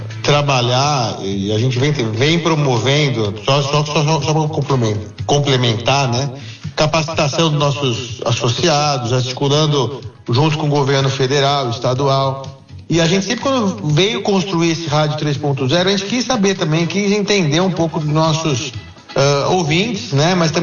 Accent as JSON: {"language": "Portuguese", "town": "Campinas", "region": "São Paulo", "country": "Brazil", "said": "eu sou de Campinas, estou na presidência da ESP, é uma honra ser um campineiro na presidência da ESP, né?"}